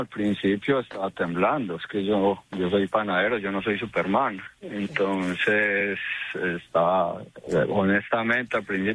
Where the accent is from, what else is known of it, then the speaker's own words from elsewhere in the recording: Antioquia, Colombia; somos de sangre paisa, sangre de arrieros. Yo fui exmilitar en Colombia.